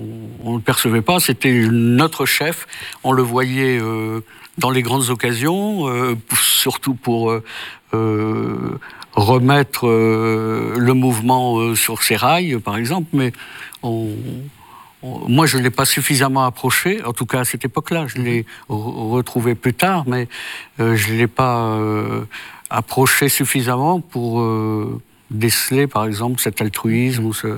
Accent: Tourcoing, Hauts-de-France, France; Dans le Nord, oui. Je suis né dans le Nord, je suis né à Tourcoing, dans un milieu modeste.

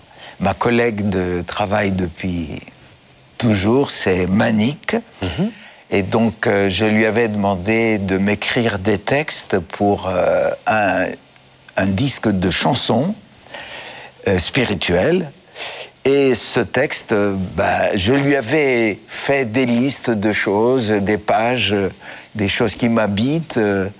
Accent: Athens, Attica, Greece; moved away as an adult; now in France; Comme Obélix, je suis tombé dedans quand j'étais petit, en Grèce. Ma famille était très, très chrétienne, très pratiquante. Et puis après, dans ma scolarité, pendant 12 ans, j'étais dans une école des frères maristes, mm-hmm, à Athènes.

